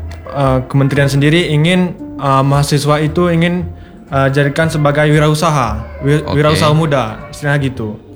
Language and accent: Indonesian; Takengon, Aceh, Indonesia; dari jurusan Sosiologi. Asal saya dari Takengon.